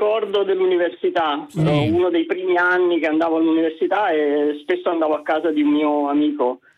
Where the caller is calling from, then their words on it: Naples, Campania, Italy; essendo di Napoli, sapete come siamo noi, siamo sempre molto accoglienti.